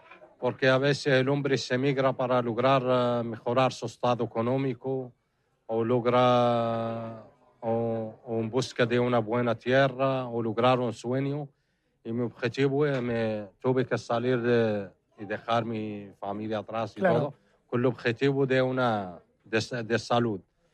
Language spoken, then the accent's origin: Spanish; Western Sahara; now in Spain; yo soy del Sahara y vivo con 2 chicos de Marruecos